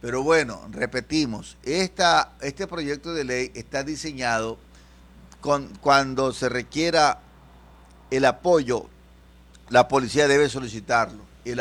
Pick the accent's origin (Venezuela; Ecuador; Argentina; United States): Ecuador; nosotros, como ecuatorianos